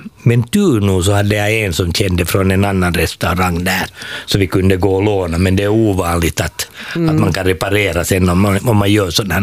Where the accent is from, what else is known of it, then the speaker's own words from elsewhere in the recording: Ostrobothnia, Finland; det här hemma som jag är från Österbotten, så det här att bli privatföretagare var helt sån här en tanke åt mig själv